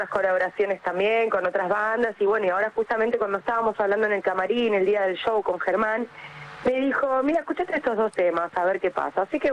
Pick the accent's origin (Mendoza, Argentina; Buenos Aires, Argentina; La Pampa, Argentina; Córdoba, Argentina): Buenos Aires, Argentina; yo soy porteña